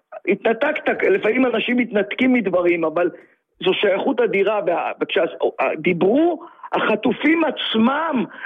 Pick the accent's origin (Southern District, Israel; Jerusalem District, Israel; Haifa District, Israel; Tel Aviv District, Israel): Southern District, Israel; Beersheba; אני בן 67, והשייכות לקבוצה, אני באר שבעי במקור